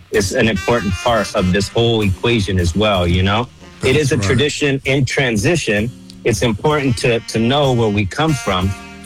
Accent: San Jose, California, United States; And now I'm here at San Jose, you know, first time in my life working in San Jose. And I'm from San Jose.

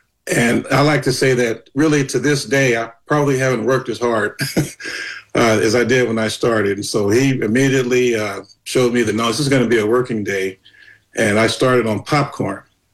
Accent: St. Louis, Missouri, United States; So I grew up in St. Louis, like I said, by single mom.

